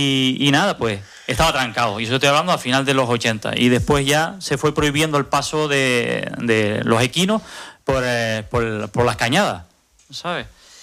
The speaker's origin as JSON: {"language": "Spanish", "town": "Albarda", "region": "Canary Islands", "country": "Spain", "tie": "born or raised there", "said": "Por suerte, vengo de Albarda. ¿Qué quiere decir esto? Pues que desde niño, el vehículo de transporte que se utilizaba en mi casa eran las bestias, ¿sabes?"}